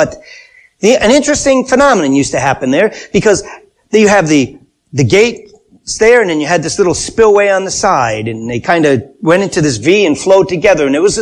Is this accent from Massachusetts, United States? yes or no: yes; Wilbraham, Massachusetts, United States; Where I grew up in Wilbraham, upstream from where I was, because I grew up along this river, there was a hydroelectric plant.